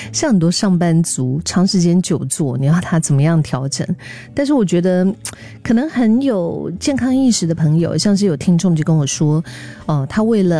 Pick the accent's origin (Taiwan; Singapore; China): Singapore; 你知道我们新加坡话讲就是很行囊了嘛